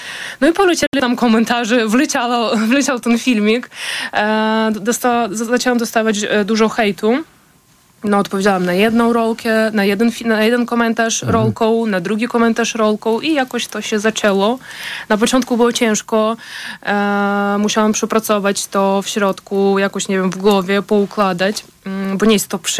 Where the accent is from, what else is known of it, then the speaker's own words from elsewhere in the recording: Ukraine; first language Russian; Polish is a second language; now in Poland; Po ukraińsku jest mi ciężko, bo jestem z miejsca, pochodzę z miejsca, gdzie całe życie rozmawiałam po rosyjsku